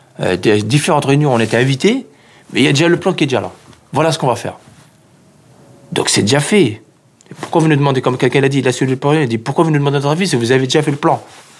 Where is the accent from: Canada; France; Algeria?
France; Garges-lès-Gonesse, Île-de-France; born there; j'ai 28 ans, j'habite à Garges, je suis né à Garges. Je suis né le 17 juin 79. Je suis resté une semaine à la maternité de Gonesse